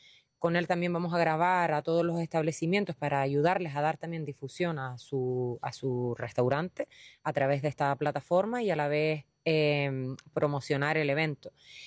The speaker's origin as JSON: {"language": "Spanish", "town": "Lajares", "region": "Canary Islands", "country": "Spain", "said": "al final es un evento que se hace en mi pueblo, en Los Lajares."}